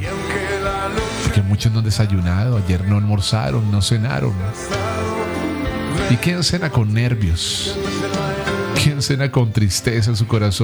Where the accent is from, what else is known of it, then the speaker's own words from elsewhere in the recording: Cali, Valle del Cauca, Colombia; como caleños, como vallecaucanos